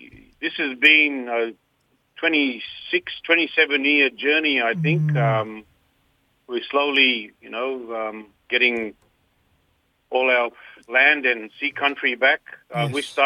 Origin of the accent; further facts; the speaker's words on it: Queensland, Australia; Brother, we are from the Central Islands, from an island called Warrior or Tudu, and Yama or Yam.